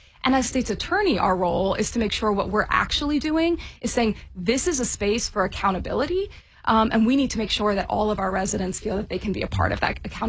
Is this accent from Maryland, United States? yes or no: yes; Maryland, United States; I grew up in Baltimore County. I went to Pikesville High School.